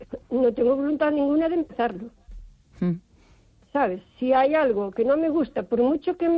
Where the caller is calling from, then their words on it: O Carballiño, Galicia, Spain; de Carballiño.